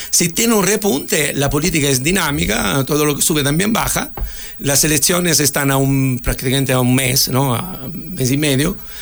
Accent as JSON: {"language": "Spanish", "country": "Ecuador", "said": "qué pena también por parte de nosotros como ecuatorianos"}